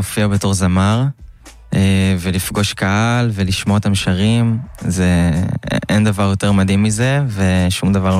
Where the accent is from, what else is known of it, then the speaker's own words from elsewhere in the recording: Ness Ziona, Central District, Israel; moved away as an adult; now in Tel Aviv, Israel; גדלתי בנס ציונה.